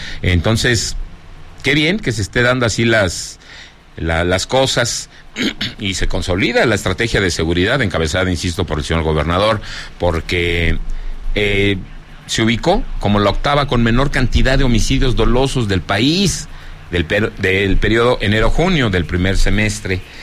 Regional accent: Zacatecas, Mexico; No, mi tierra es Zacatecas y estamos transmitiendo completamente y orgullosamente en vivo y sin red de protección desde los estudios y cabina de XHEPC, Sonido Estrella, la Universidad de la Radio en Zacatecas

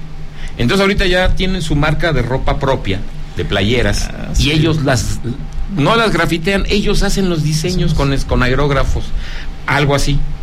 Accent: Zacatecas, Mexico; Muchas gracias, mi querido Rodrigo Chávez, jefe de fotografía de mi tierra, Zacatecas.

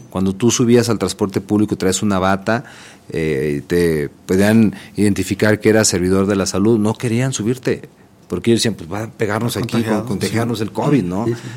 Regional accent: Zacatecas, Mexico

